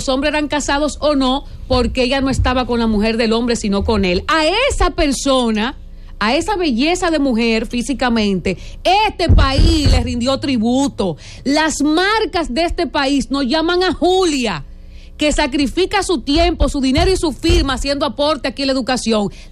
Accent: La Vega, Dominican Republic; born or raised there

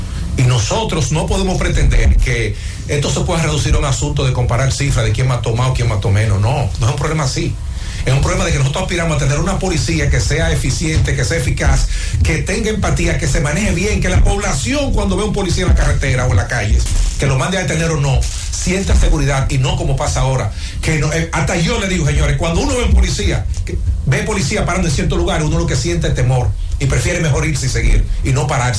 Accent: Dominican Republic; somos todos dominicanos.

